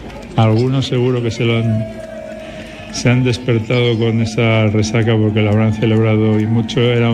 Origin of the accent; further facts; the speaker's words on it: Spain; como todos los españoles.